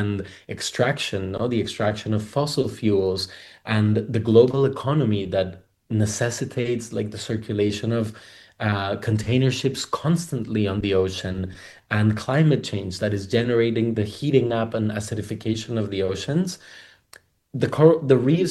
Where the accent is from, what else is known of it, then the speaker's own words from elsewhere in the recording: Colombia; now in Spain; that I think is quite interesting is in Colombia, where I'm originally from. I live in Spain, but I'm from Colombia.